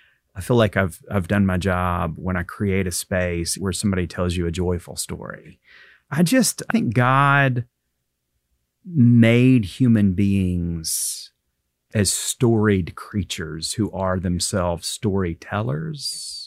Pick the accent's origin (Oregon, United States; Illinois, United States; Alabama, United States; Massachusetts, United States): Alabama, United States; Guntersville; United Methodist, a little bitty United Methodist church in Guntersville, Alabama, my hometown.